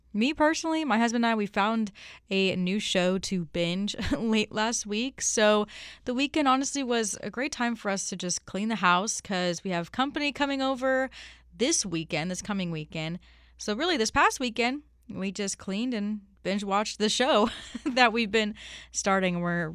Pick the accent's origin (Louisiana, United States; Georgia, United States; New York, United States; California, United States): Louisiana, United States; now in New Orleans, United States; We're from North Louisiana, so we're used to the humidity